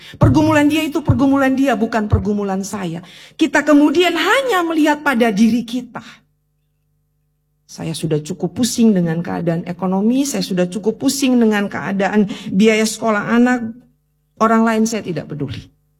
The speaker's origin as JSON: {"language": "Indonesian", "town": "Singaraja", "region": "Bali", "country": "Indonesia", "said": "kami orang Singaraja gak belanja pakai dolar. Kami orang Singaraja gak main saham gitu loh."}